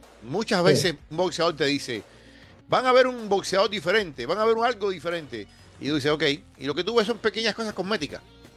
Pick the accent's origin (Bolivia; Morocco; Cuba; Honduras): Cuba; Y no lo digo porque sea de mi tierra, pero yo creo que es un tipo complicado. Osley Iglesias. El problema de Iglesias, que es el problema de muchos cubanos